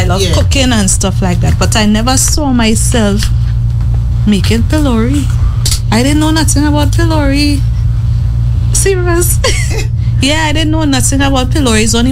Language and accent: English; Grenada; now in Trinidad and Tobago; I'm not from Tobago. Mm-hmm. I'm from Grenada. And Grenada don't have pilori.